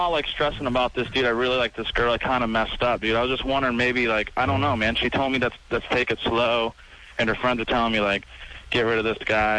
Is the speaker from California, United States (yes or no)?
no; Boston, Massachusetts, United States; Because I'm from Boston, dude, and I'm not really... used to that whole thing.